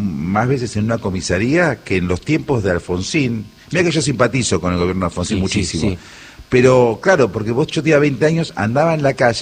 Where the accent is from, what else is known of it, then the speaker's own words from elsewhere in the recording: Argentina; somos argentinos tangueros, aunque hayamos tenido nuestra juventud en otros tiempos.